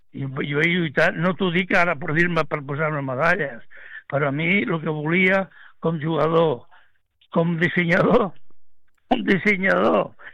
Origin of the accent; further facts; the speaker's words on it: Sitges, Catalonia, Spain; Però jo he nascut a Sitges.